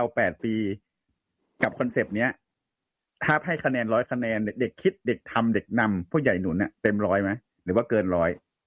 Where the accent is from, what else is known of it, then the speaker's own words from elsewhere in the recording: Mae Chai, Phayao, Thailand; now in Bangkok, Thailand; เป็นคนพะเยานะสมัยโน้น